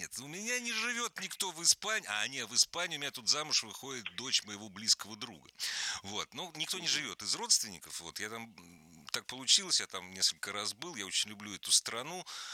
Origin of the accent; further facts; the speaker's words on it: Moscow, Russia; Я же москвич